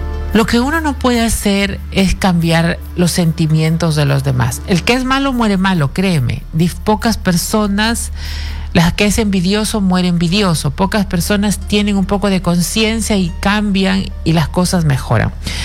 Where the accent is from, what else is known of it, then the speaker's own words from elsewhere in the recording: Chiclayo, Lambayeque, Peru; Uy, un beso grande para mi ciudad de Chiclayo, hermosa ciudad de Chiclayo.